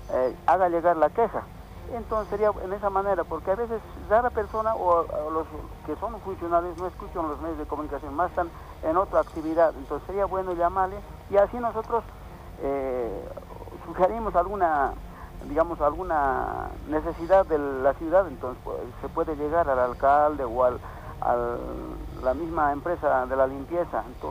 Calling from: La Paz, Bolivia; yo estoy acá en San Pedro

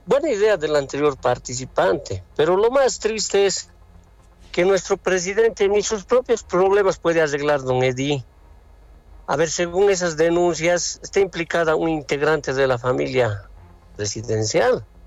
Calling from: Bolivia

